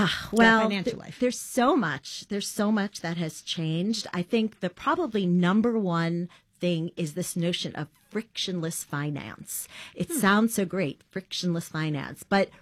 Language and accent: English; New York City, New York, United States; born or raised there